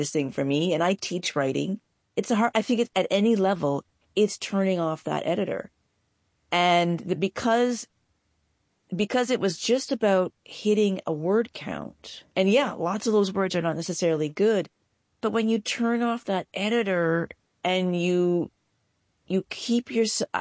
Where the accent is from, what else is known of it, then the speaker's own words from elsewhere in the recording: Canada; moved away; I'm Canadian. I'm sure my vowels have, you know, given me away or will.